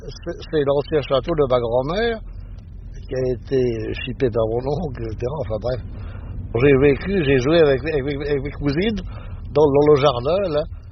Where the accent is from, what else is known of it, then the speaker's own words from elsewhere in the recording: Paris, Île-de-France, France; born there; Mais non, je vous dis, je suis né à Paris, rue Carrière-Lemoine.